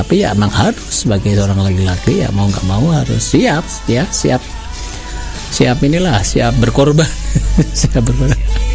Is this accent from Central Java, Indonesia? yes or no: yes; Central Java, Indonesia; Saya orang Jawa Tengah ya. Orang Jawa Tengah.